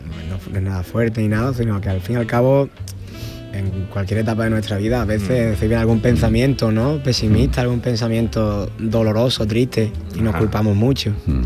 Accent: Benalup-Casas Viejas, Andalusia, Spain; mi pueblo es... Mi pueblo es mi pueblo, yo no soy de Cádiz, yo soy de Benalú.

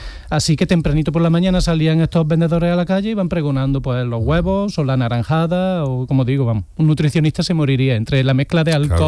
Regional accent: Córdoba, Andalusia, Spain; Que nos vamos a poner en mi tierra, en Córdoba, Charo, sabrás, se dice, sí.

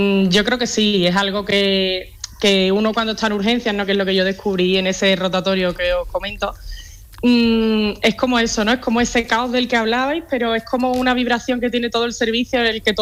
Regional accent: Seville, Andalusia, Spain; yo soy andaluza, soy sevillana, quería quedarme por aquí

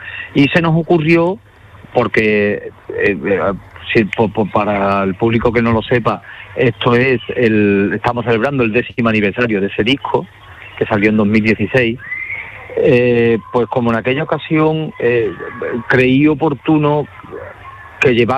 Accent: Huelva, Andalusia, Spain; somos todos de Huelva, de mi tierra

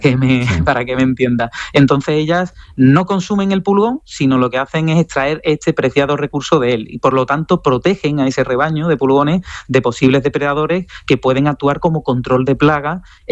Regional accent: Sanlúcar de Barrameda, Andalusia, Spain

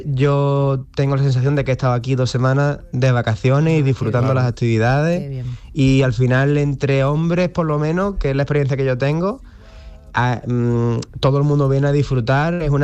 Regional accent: Cártama, Andalusia, Spain; soy de Cártama

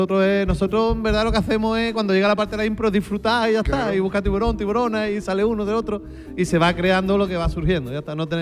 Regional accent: Andalusia, Spain; accent: Andalusian; Sentirnos orgullosos de Andalucía y que la gente venga a divertirse con nuestro acento.

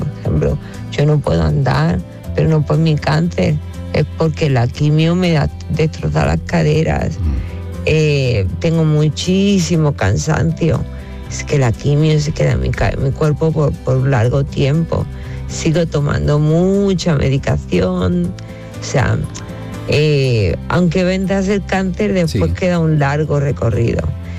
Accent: Spain; Digo, no, pues soy española.

